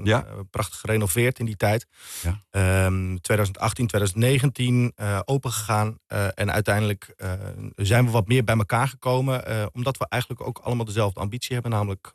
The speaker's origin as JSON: {"language": "Dutch", "town": "Hoofddorp", "region": "North Holland", "country": "Netherlands", "tie": "born or raised there", "said": "Ik ben geboren in Hoofddorp, dus ik heb ook op school gezeten in Hoofddorp."}